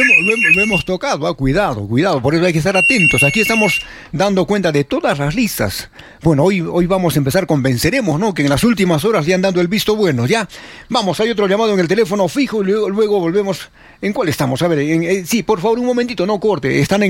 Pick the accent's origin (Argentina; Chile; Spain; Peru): Peru; Arequipa; ¿Somos arequipeños? Oye, nos jactamos de ser arequipeños.